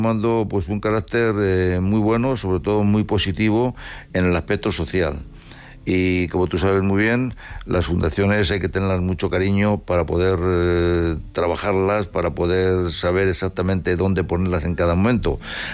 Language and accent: Spanish; Madrid, Community of Madrid, Spain; Quizás, bueno, la verdad que yo soy de Madrid